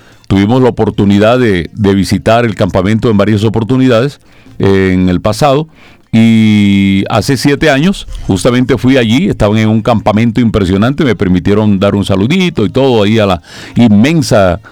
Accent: Magangué, Bolívar, Colombia; moved away; desde cuando era un niño, allá a orillas del río grande de la patria, Magangué, Bolívar

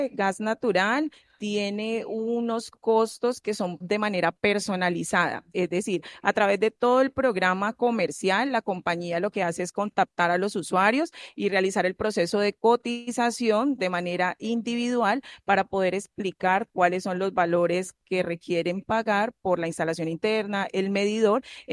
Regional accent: Valle del Cauca, Colombia; en el barrio La Independencia, nacida y criada en La Independencia.

